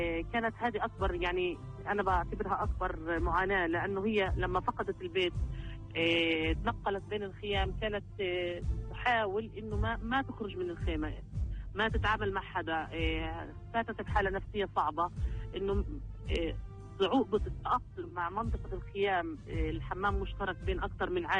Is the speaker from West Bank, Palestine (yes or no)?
no; Gaza Strip, Palestine; يعني أنا من الجنوب مقيمة هالجيت والتكريم في غزة